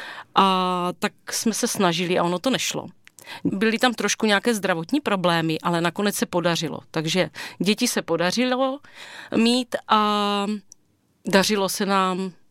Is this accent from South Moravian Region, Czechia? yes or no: yes; Brno, South Moravian Region, Czechia; Tak já jsem z Brna, bydlím celý život v Brně